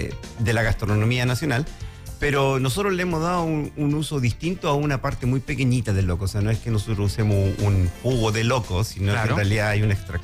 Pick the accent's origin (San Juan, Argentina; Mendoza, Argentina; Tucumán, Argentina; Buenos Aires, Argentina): Buenos Aires, Argentina; also born or lived in Sweden; now in Chile; No, yo nací en Buenos Aires.